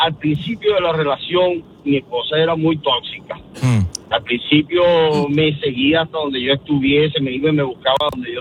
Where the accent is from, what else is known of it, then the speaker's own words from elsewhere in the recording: Venezuela; Venezuela.